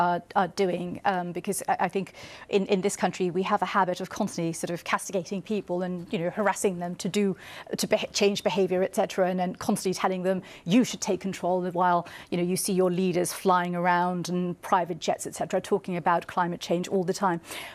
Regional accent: Bangladesh; now in United Kingdom; me being an immigrant, but I come from Bangladesh. I grew up there.

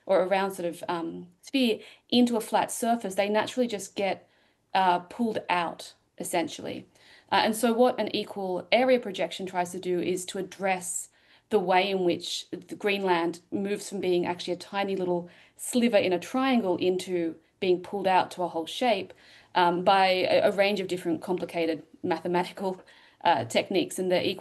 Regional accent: Australia; now in United States; I presume you can tell I'm an Australian, even though I live and work in the US.

